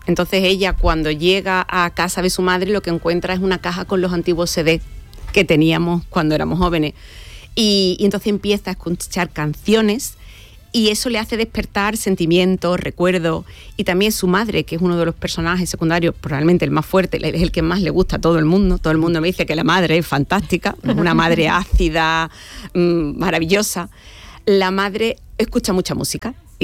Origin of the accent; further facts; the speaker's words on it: Las Cabezas de San Juan, Andalusia, Spain; No le he puesto nombre porque puede ser perfectamente mi pueblo, que es Las Cabezas de San Juan, que me inspira mucho